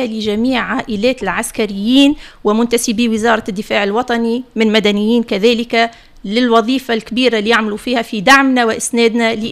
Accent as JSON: {"language": "Arabic", "country": "Tunisia", "said": "بالنسبه لينا كتونسيين"}